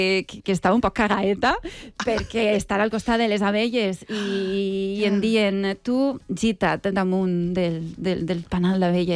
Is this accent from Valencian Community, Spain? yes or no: yes; Alcoy, Valencian Community, Spain; I arribem a Alcoi, al meu poble.